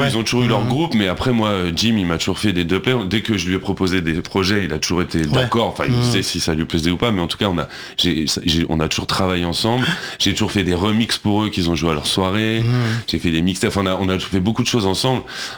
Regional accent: Paris, Île-de-France, France; En fait, je suis né à Paris, 13e.

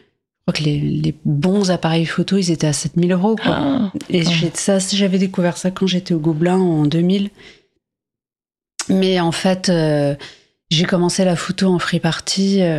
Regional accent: France; born there; je suis née en France.

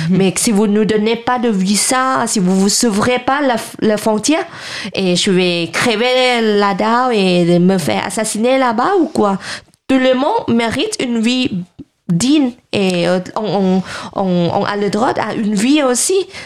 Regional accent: Thailand; moved away as an adult; mon propre pays.

